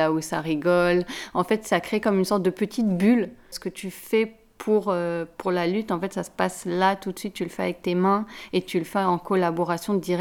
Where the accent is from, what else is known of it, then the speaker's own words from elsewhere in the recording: Lebanon; Je suis libanaise, mais je n'ai pas grandi ni vécu au Liban.